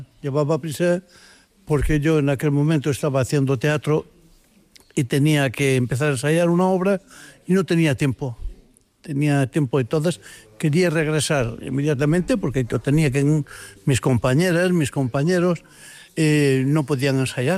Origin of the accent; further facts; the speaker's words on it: Galicia, Spain; como buen gallego, cuando llegué a Ribo Cebreiro, ya estaba en mi tierra, allí era yo él.